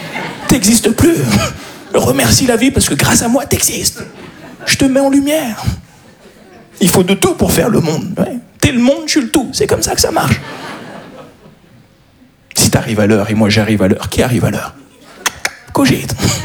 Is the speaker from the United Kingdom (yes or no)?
no; Paris, Île-de-France, France; Je suis un Parisien, voilà ce que je suis.